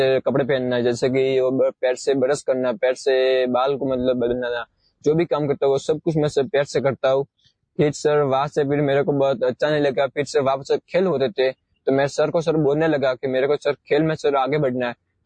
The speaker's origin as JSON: {"language": "Hindi", "town": "Sanwara", "region": "Rajasthan", "country": "India", "tie": "born or raised there", "said": "मैं सर सिरोही जिले से हूँ और सर मेरा गांव है सनवाड़ा, जो कि अपने देवधर तहसील में आया था।"}